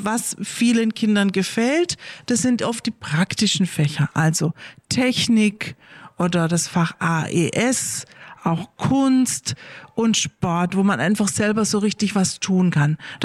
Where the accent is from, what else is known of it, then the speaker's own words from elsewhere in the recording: Germany; first language de; Also ich spreche natürlich Deutsch, weil das ist meine Muttersprache. Das habe ich gelernt als Kind, meine ganze Familie, meine Eltern. Das sind alles Leute, die in Deutschland aufgewachsen sind und wir haben Deutsch gesprochen.